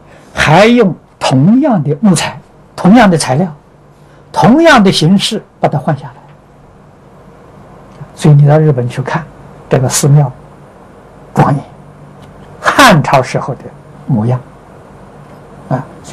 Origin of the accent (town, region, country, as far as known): China